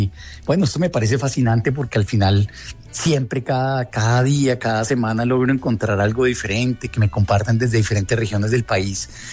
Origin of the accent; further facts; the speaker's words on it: Colombia; Entonces, uno como colombiano, pues sí, de pronto, uh-huh, conoce unas 30, 40 que puede, sí, encontrar en un mercado